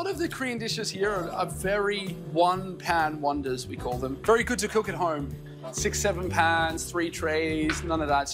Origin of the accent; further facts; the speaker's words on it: Australia; Because I come from Australia, And in Australia, we're quite a young country.